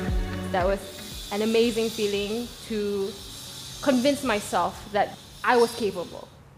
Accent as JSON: {"language": "English", "region": "Kuala Lumpur", "country": "Malaysia"}